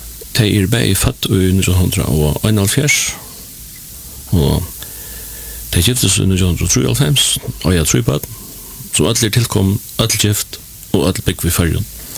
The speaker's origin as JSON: {"language": "Swedish", "town": "Nuuk", "country": "Greenland", "tie": "born or raised there", "said": "Jag växte upp i Nuuk"}